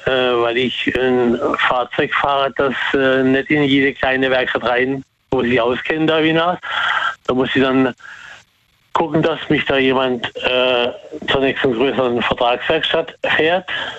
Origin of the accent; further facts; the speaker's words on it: Karlsruhe, Baden-Württemberg, Germany; born there; also born or lived in Ettlingen; Nee. Ich bin gebürtiger Karlsruher.